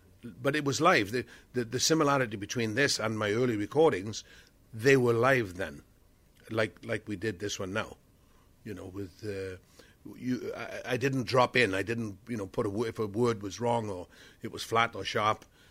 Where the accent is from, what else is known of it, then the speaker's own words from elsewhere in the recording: Wales, United Kingdom; I grew up in South Wales, so I went to a Presbyterian chapel